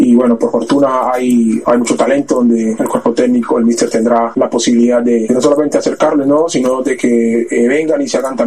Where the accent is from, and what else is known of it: Colombia